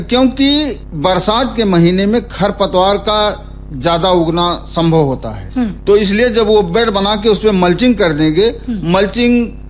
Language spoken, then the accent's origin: Hindi; Ayodhya district, Uttar Pradesh, India; मैं ग्राम व पोस्ट हमारा सरैया है ब्लॉक मया बाजार जिला अयोध्या का निवासी हूँ।